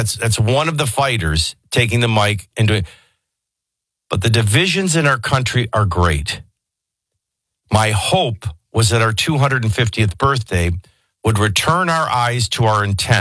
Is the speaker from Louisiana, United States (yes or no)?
yes; New Orleans, Louisiana, United States; This seafood bar at the Breakers was unbelievable, and I'm from New Orleans.